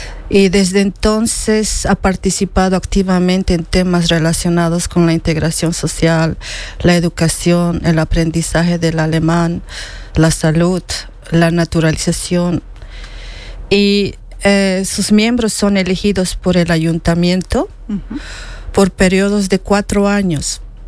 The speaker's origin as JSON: {"language": "Spanish", "country": "Bolivia", "said": "por el hecho de que soy una boliviana de un país en desarrollo, muchas cosas son difíciles."}